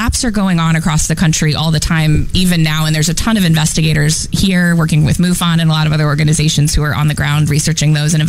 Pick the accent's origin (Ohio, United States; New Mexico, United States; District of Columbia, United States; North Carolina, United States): Ohio, United States; Cleveland; I'm from Cleveland, Ohio.